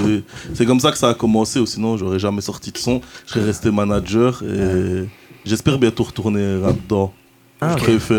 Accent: Verviers, Wallonia, Belgium; Je suis un artiste verviétois, depuis toujours. Je suis né à Verviers

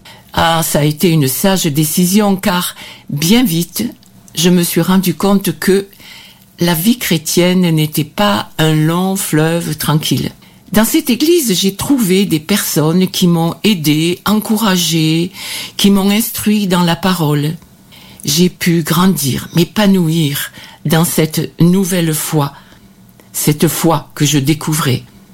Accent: Anduze, Occitanie, France; j'ai 83 ans. Je viens du sud, d'Anduze, dans le Gard.

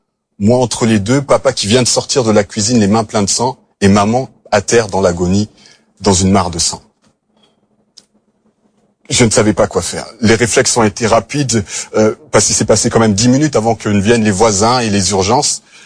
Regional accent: DR Congo; born there; je suis né en Afrique, en République démocratique du Congo

